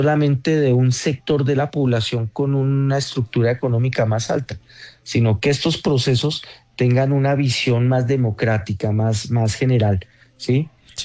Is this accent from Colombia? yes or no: yes; Colombia